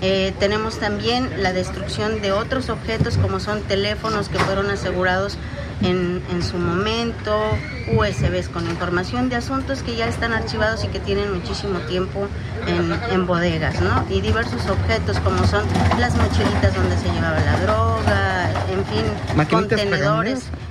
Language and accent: Spanish; Guanajuato, Mexico; vengo de Guanajuato.